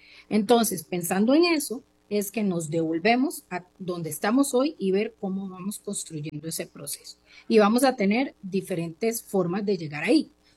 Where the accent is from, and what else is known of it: Costa Rica